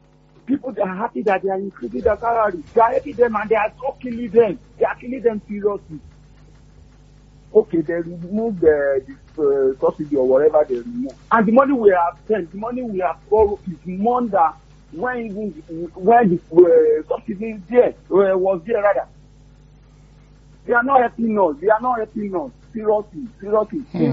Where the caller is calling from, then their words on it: Oyo, Nigeria; from Oliyole.